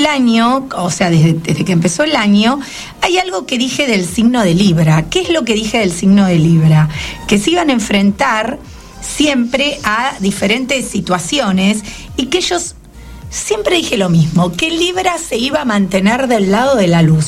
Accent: Argentina

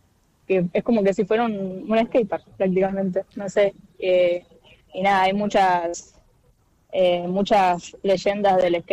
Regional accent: Trelew, Chubut, Argentina; moved away as an adult; also born or lived in Rawson / Comodoro Rivadavia / Puerto Madryn; now in Barcelona, Spain; yo soy de Trelew, nací allá, y siempre viví en el sur, en la Patagonia, desde los 18 que vivo sola, y he vivido en varias ciudades, en Ratil y Comodoro, Puerto Madryn. Siempre me anduve moviendo

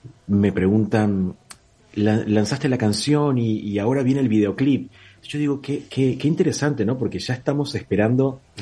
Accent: Venezuela; moved away as an adult; now in Argentina; Yo nací en una casa, yo soy venezolano.

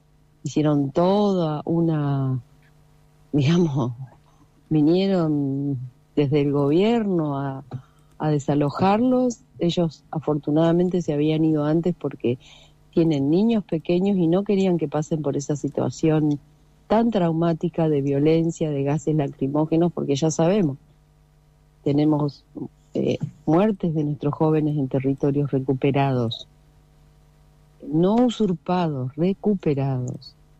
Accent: Argentina; Porque también somos ciudadanos argentinos.

